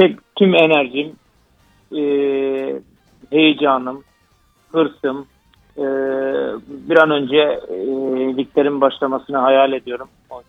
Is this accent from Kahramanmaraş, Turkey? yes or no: no; Sivas, Turkey; also born or lived in Antalya; Memleketim ama tabii ikinci memleketim gibi oldu. Çok uzun yıllar orada hem futbol oynadım hem de antrenör olarak.